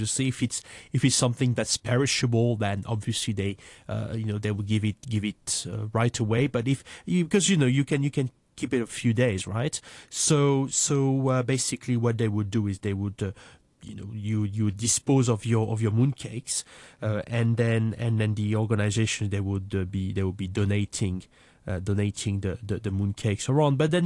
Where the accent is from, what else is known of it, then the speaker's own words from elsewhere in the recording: France; Well, I'm originally from France, and we have what I would say is more or less an equivalent of mooncake.